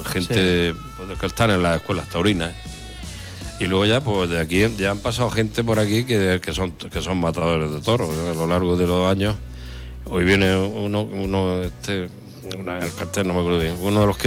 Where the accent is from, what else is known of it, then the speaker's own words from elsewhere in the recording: Almería, Andalusia, Spain; mi pueblo también nieva. Y hay sierra, y hay pino, y hay carrascas